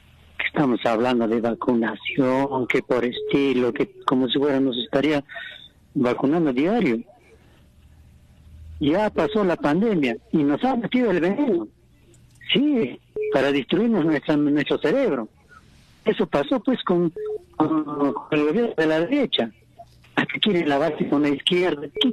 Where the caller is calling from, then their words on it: Peru; Y eso es lo que estamos esperando los peruanos.